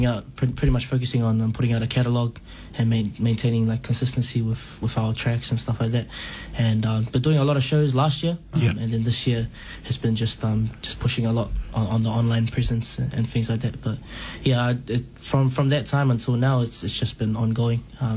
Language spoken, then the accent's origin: English; Wellington, New Zealand; My old man's from Kolofou, Tongatapu, and my mother's from Besio in Kiribas. And I was born and raised right here in Te Whanganui Atara, Wellington.